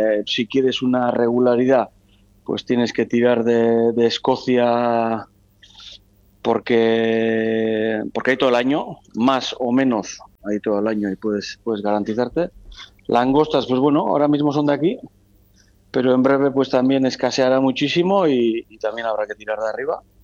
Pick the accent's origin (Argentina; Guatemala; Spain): Spain; Ondarroa, Basque Country; O sea, mi pueblo, Ondarroa, antes era Dios. Han llegado a tener 170 y pico barcos de altura y otros pues 50 o 70 de bajura. Y hoy en día no sé si llegan a 10 en total